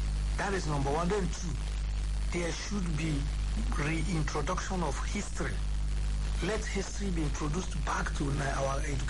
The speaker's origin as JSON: {"language": "English", "region": "Enugu State", "country": "Nigeria", "said": "I am from Enugu State. And we just had a by-election in my senatorial district. That's Nsukka."}